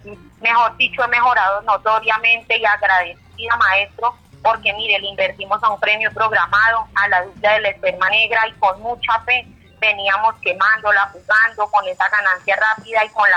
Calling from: Medellín, Antioquia, Colombia; Desde acá, de Medellín, Antioquia, el barrio Aranjuez

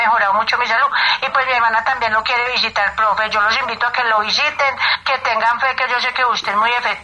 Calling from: Medellín, Antioquia, Colombia; lo estoy llamando acá desde Medellín, en el barrio 12 de octubre

